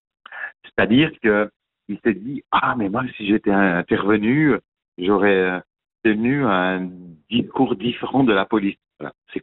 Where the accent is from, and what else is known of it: Switzerland